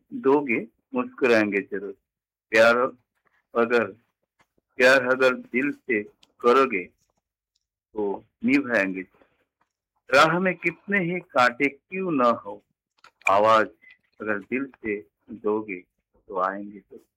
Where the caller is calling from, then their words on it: Ramkrishna Nagar, Assam, India; मेरा गांव का नाम है राम कृष्ण नगर